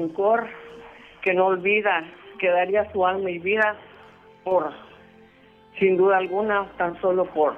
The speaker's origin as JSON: {"language": "Spanish", "town": "Tapachula", "region": "Chiapas", "country": "Mexico"}